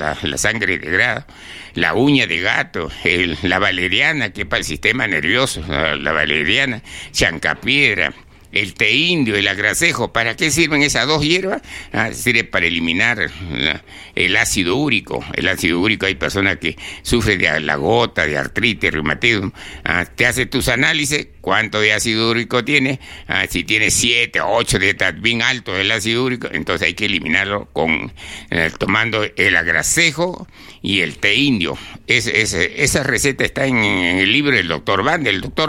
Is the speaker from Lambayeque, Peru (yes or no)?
yes; Chiclayo, Lambayeque, Peru; moved away; mi abuelo … allá en Chiclayo, en mi tierra